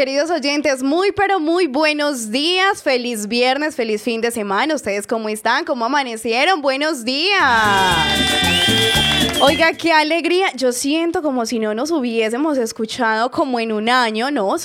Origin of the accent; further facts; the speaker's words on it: Fredonia, Antioquia, Colombia; now in Amagá, Colombia; Fredonia, mi pueblo y el pueblo de muchos que estamos aquí radicados en Amagá